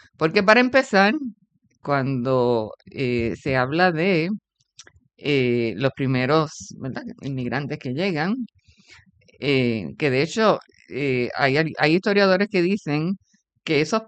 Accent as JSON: {"language": "Spanish", "town": "San Sebastián", "country": "Puerto Rico", "said": "mi pueblo de San Sebastián"}